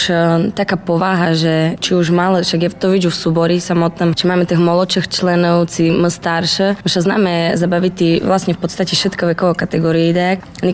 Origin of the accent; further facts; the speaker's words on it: Jakubany, Prešov Region, Slovakia; v našom seli, kde sa my naše stretneme, Jakubianci